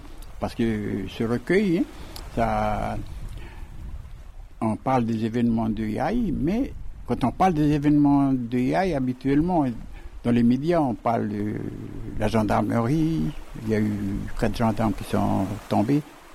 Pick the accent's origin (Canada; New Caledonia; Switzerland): New Caledonia; Ouvéa, Loyalty Islands Province; même si je suis loin d'Ouvéa, de ma tribu, ben, je donne quand même mon témoignage.